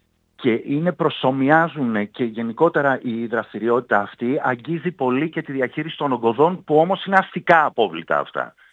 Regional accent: Greece; γιατί εμείς σαν Έλληνες

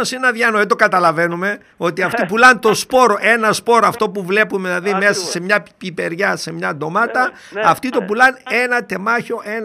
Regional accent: Doirani, Central Macedonia, Greece; Όλοι οι συντοπίτες μου, είτε στο χωριό μου εκεί στη Δοϊράνη

